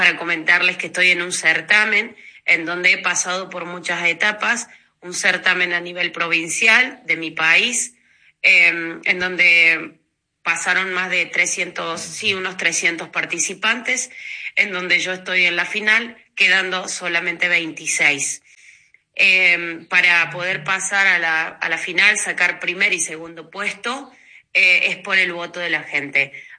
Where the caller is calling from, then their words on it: Monte Cristo, Córdoba, Argentina; yo soy cantante argentina.